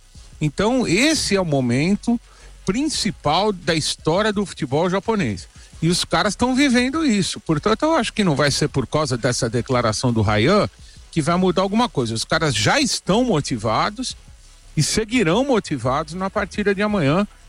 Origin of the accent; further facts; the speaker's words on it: Santos, São Paulo, Brazil; eu sou de Santos, né? Eu não tenho tempo mais de ir a Santos.